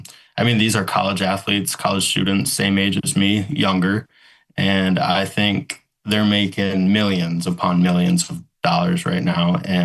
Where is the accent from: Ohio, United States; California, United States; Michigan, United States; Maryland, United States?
Michigan, United States; Zeeland; So I grew up in Zeeland, Michigan, kind of on the west side of Michigan. A lot of beaches by me, and we use those pretty well.